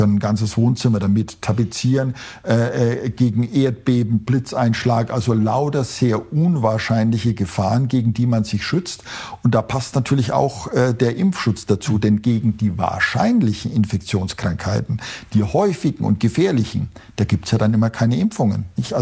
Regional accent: West Germany, Germany; Ich bin ja im Westen zwar aufgewachsen, aber wir hatten das ja auch in meiner Kindheit.

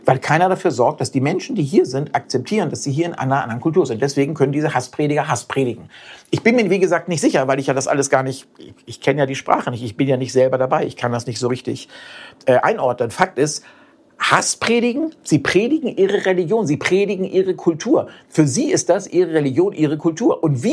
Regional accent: Germany; Wir als Deutsche.

